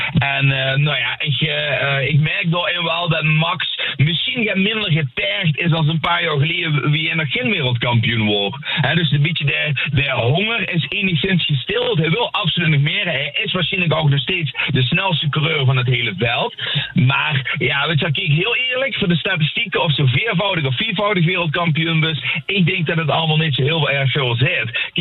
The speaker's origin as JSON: {"language": "Dutch", "country": "Netherlands", "said": "En het is natuurlijk ook wel zo dat als Nederlanders, we gaan met z'n allen naar Oostenrijk"}